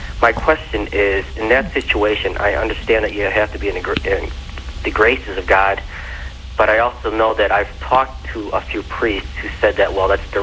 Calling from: Evergreen Park, Illinois, United States; I'm calling from Evergreen.

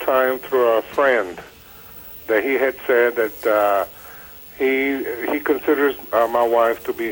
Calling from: Texas, United States; I'm calling you from Texas.

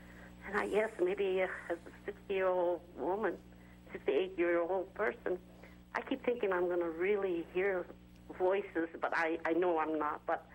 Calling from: Modesto, California, United States; Modesta, California

